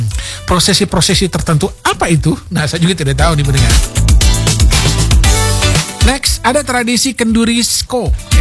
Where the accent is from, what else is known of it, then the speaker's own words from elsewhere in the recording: Indonesia; kita bersyukurlah kita lahir dan tumbuh besar di Indonesia